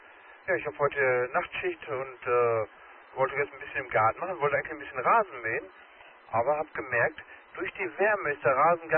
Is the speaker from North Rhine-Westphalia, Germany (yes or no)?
yes; Dortmund, North Rhine-Westphalia, Germany; ich komme ursprünglich auch aus Dortmund, normale Heimatkutsche heißt ja Wittenstockum, aber jetzt, wie gesagt, stehe ich hier oben an der Kreuzung, hier an meinem Garten